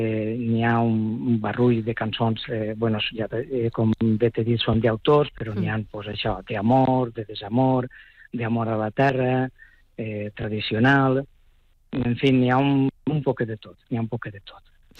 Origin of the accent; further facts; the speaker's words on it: Aielo de Malferit, Valencian Community, Spain; Jo soc d'Aielo